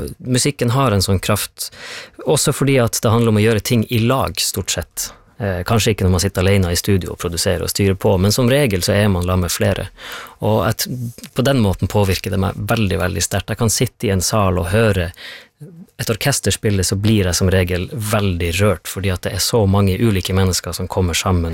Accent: Otern, Troms, Norway; jeg vokste opp innerst i Storfjorden, i bunnen av fjorden, en liten bygd som heter Otern, Tjavkos eller Saukonen. Alle bygden har som regel navn på tre språk.

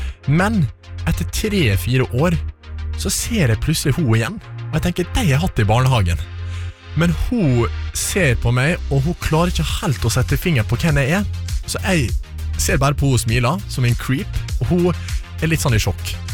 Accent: Flemsøy, Møre og Romsdal, Norway; moved away; jeg hadde en fastlege hjemme på Flemsøy, når jeg var liten.

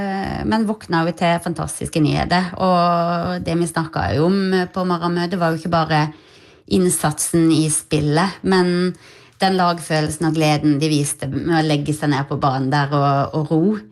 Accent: Vennesla, Agder, Norway; now in Notodden, Norway; Jeg fra Vennesla i Agder, så ja, men, jeg er fra et lidested

